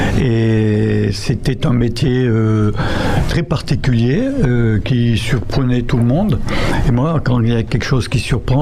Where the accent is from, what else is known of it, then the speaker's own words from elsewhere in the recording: Nice, Provence-Alpes-Côte d'Azur, France; Je suis niçois.